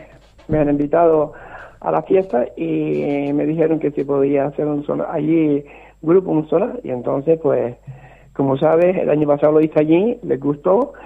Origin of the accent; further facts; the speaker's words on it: Santa Cruz de Tenerife, Canary Islands, Spain; born there; A la romería que yo voy es a la de mi pueblo, que es Valle Seco.